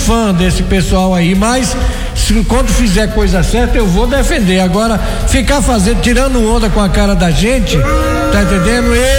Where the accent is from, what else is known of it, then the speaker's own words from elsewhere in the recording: Patos, Paraíba, Brazil; born there; now in Jequié, Brazil; eu sou brasileiro, eu sou nordestino. Eu nasci em Patos, na Paraíba, mas me considero jiquiense porque eu recebi o título de cidadão baiano.